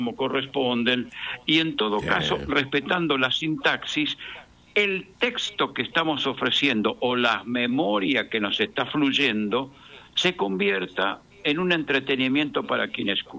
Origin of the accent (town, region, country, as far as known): Argentina